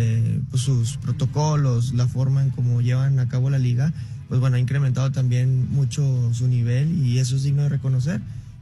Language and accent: Spanish; Mexico; obviamente como mexicano y como pues embajador de la liga, lo que queremos es poner lo más alto a México.